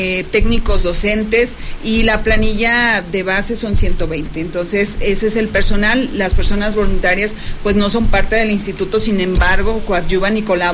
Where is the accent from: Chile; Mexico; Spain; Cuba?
Mexico; Fresnillo, Zacatecas; De Fresnillo, gracias, bueno, a Dios, fresnillense.